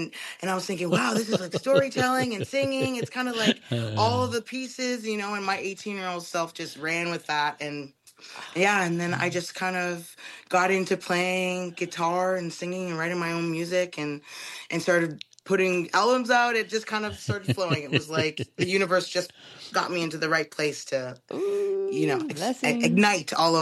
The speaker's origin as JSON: {"language": "English", "area": "Cape Breton", "region": "Nova Scotia", "country": "Canada", "tie": "born or raised there", "moved": "yes", "said": "I grew up singing with my mom and our family back in Cape Breton."}